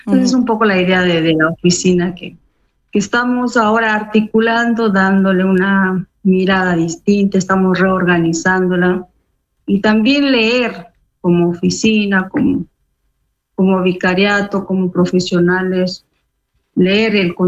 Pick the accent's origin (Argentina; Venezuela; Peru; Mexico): Peru; Yurimaguas, Loreto; also born or lived in Vitoria-Gasteiz, Spain; un abrazo amazónico, peruano, selvático, desde Yurimaguas